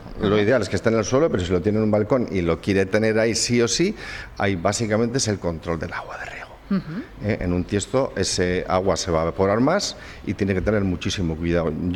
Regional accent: Deba, Basque Country, Spain; yo soy de Deva

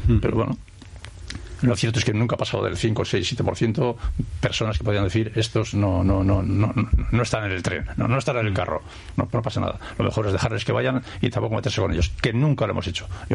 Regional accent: Sopuerta, Basque Country, Spain; y soy de Sopuerta, no soy del centro de Bilbao.

